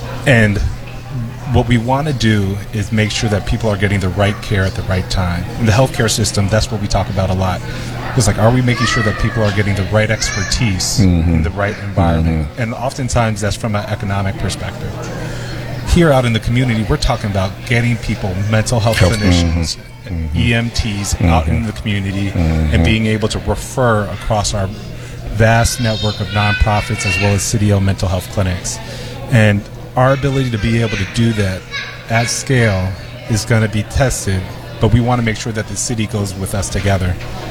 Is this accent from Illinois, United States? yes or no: yes; Chicago, Illinois, United States; I grew up in Hyde Park. I went to Murray Language Academy. Then went to Whitney Young.